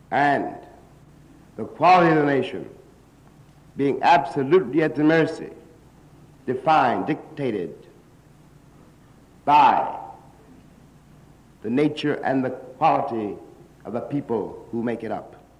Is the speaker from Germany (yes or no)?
no; New York, United States; as we say in Harlem